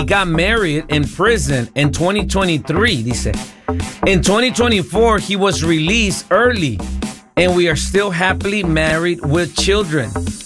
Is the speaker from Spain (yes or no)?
no; El Salvador; A mí me da miedo leer como salvadoreño.